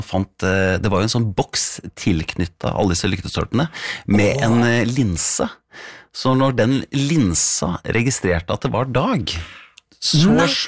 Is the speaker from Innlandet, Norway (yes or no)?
yes; Hamar, Innlandet, Norway; Husker jeg satt i løybenken hjemme på Hamar.